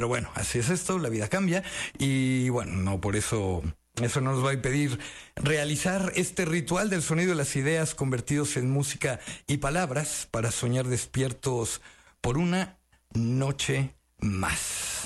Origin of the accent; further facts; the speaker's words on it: Mexico City, Mexico; Yo vengo de la Ciudad de México, así que también sé cómo es la radio por allá